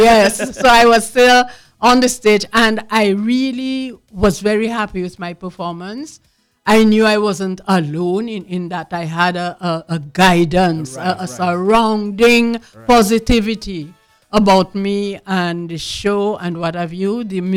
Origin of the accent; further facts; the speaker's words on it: Dominica; I didn't meet anybody from Martinique, and I was the representative from Dominica.